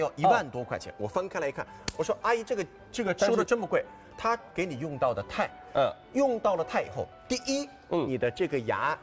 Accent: Shanghai, China; 尤其是咱们上海人

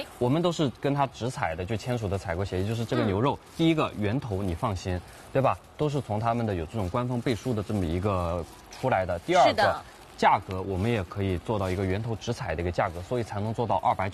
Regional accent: China

